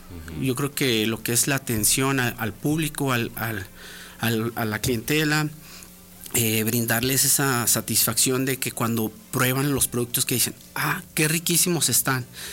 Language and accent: Spanish; Aguascalientes, Mexico; born there; soy nacido aquí en Aguascalientes, tengo 37 años